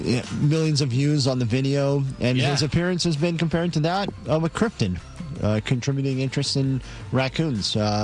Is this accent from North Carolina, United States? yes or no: no; Pittsburgh, Pennsylvania, United States; accent: Yinzer; It in my Yinzer accent that it sometimes comes out more than other times.